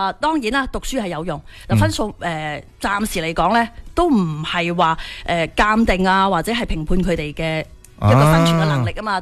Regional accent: Guangdong, China; 作为我哋广东人

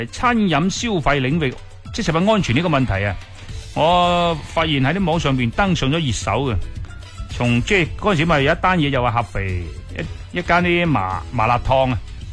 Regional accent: Guangdong, China; 我哋广东人系中国人

